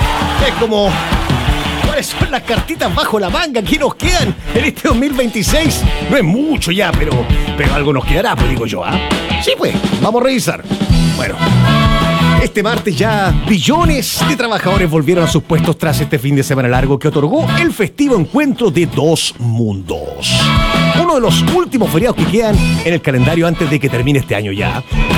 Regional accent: Chile; usted sabe que como buenos chilenos y chilenas

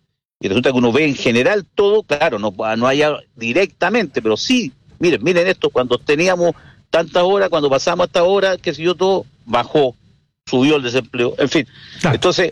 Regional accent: Chile; espero, obviamente, como todo chileno, que esta cuestión funcione.

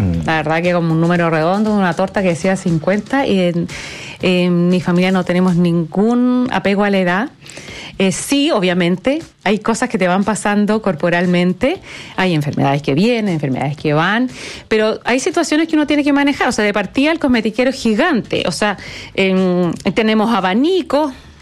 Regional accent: Valdivia, Los Ríos, Chile; Yo creo que el plus aquí es que en Valdivia, que es mi ciudad, yo nací en Valdivia, mi familia es de allá

